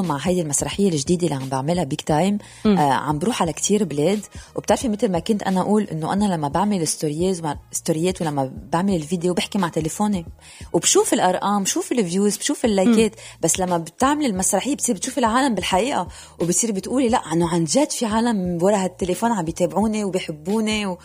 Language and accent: Arabic; France; طبعا دم لبناني كل شيء فيه لبناني وبعدين رغم أنه أنا كبرت بفرنسا ماما ربتنا على اللبنانية اللبنانية 100%